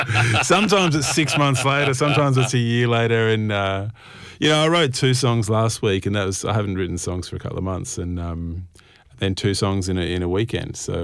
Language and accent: English; South Australia, Australia; I grew up in the Adelaide Hills and I've found my way back there after travelling all over the place.